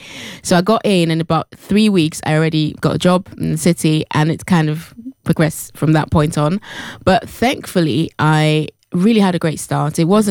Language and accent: English; Nigeria; moved away as an adult; now in United Kingdom; Growing up in Nigeria